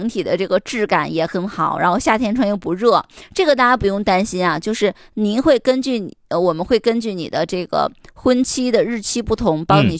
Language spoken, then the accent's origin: Chinese; Harbin, Heilongjiang, China